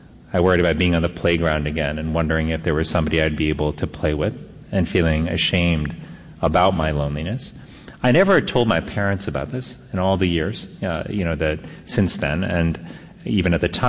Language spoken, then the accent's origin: English; Miami, Florida, United States; so many times when people realize that I was born in Miami and brought up in Miami, they say, you don't really look like someone who's from Miami.